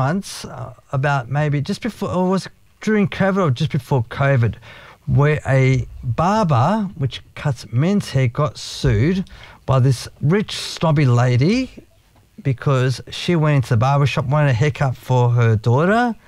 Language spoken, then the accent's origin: English; Cranbourne, Victoria, Australia; He's from Cranbourne. I'm from Cranbourne.